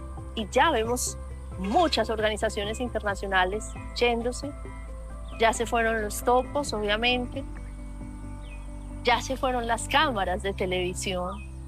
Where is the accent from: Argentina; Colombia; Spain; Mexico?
Colombia; Tembló en mi país. Quiero que me digas qué podemos aprender los colombianos